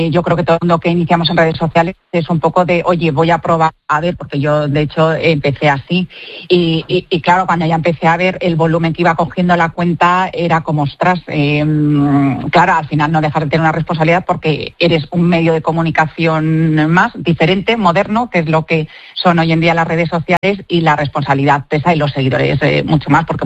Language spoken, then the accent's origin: Spanish; Villares del Saz, Castilla-La Mancha, Spain; also born or lived in Madrid; yo para mí lo que considero casa es mi pueblo, Villares del Saz, porque aunque no he nacido allí, o sea, no he nacido en Cuenca, porque a mi madre le pilló en Madrid